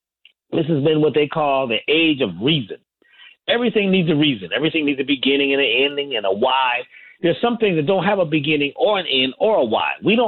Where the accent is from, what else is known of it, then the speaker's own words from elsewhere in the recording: Connecticut, United States; Well, I grew up in Connecticut, which when I grew up, it was a UFO or a sightings hotspot.